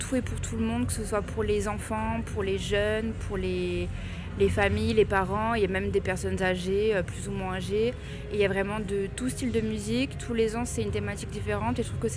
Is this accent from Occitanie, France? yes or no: yes; Toulouse, Occitanie, France; j'ai 27 ans, je suis de Toulouse et je suis agent d'accueil à l'espace presse.